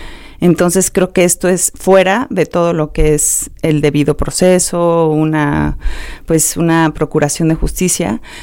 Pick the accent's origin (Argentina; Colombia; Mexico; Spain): Mexico